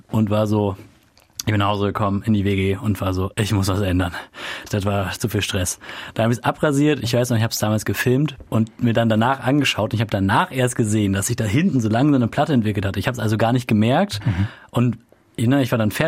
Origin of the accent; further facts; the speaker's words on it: Lower Saxony, Germany; moved away as an adult; also born or lived in Bielefeld / Cologne / Bremen / Copenhagen; now in Leipzig, Germany; Ich komme aus dem Emsland, Bielefeld Bachelor gemacht, dann habe ich in Köln 2 Jahre noch gearbeitet